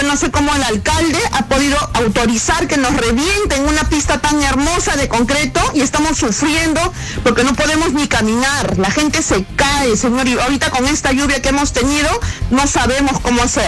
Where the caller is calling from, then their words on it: Lima, Peru; Soy vecina de Villa María, de acá del Paradero 11, de Virgen de Lourdes, Nueva Esperanza.